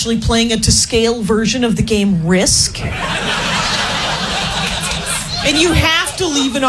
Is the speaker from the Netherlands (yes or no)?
no; United States; now in Australia; And then, of course, because I'm an American, I get a lot of people coming up to me saying, do you know that your government's trying to take over the world?